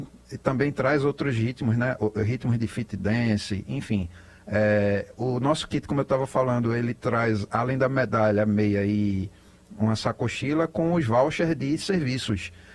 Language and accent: Portuguese; Northeast Region, Brazil; Então a gente, como é nordestino e daqui do... Tem que puxar para o nosso forró, né?